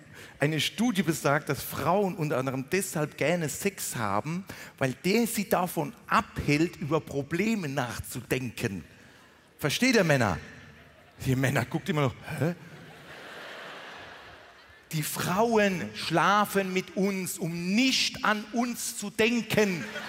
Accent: Mannheim, Baden-Württemberg, Germany; Weil bei uns in Monnem, in Mannheim, Monnem, da gibt es einen Bahnhof und eine Führung.

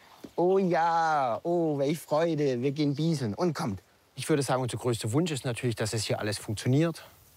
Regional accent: Swabia, Germany; als Schwabe

